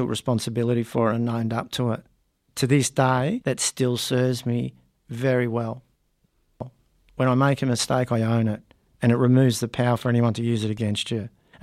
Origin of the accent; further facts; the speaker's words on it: Australia; As a male growing up in Australia